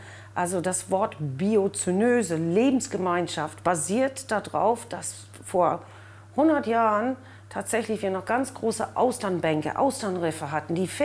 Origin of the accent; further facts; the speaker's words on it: Ireland; now in Germany; Ich komme aus Irland